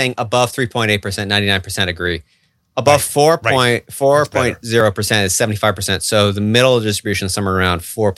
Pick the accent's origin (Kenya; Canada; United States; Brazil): United States; We are Americans.